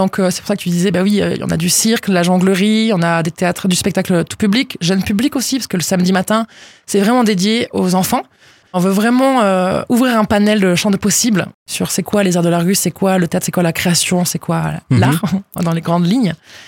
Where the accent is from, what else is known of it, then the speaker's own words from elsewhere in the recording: Salles-sur-Garonne, Occitanie, France; moi je suis toulousaine, mais j'ai grandi à Salles-sur-Garonne